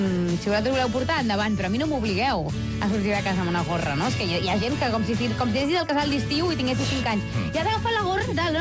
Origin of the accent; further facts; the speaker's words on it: Blanes, Catalonia, Spain; Soc de Blanes. Llavors, tota la meva adolescència l'he viscut a la platja